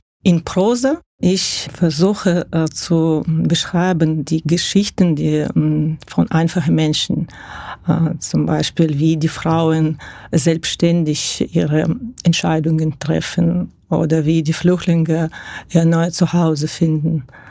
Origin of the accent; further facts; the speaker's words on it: Dagestan, Russia; moved away as an adult; now in Germany; Ich bin tatsächlich in Dagestan geboren. Das ist eine schöne Republik, wo die Gebirge, Flüsse, Wüste, das Kaspische Meer, das alles zusammen eine sehr